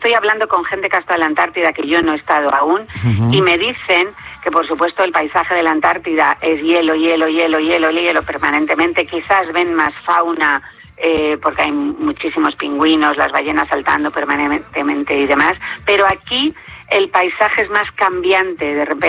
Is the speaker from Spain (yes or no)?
yes; Spain